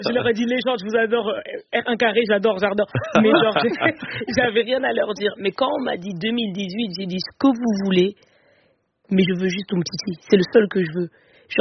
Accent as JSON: {"language": "French", "country": "Cameroon", "said": "Il est camerounais, je suis camerounaise."}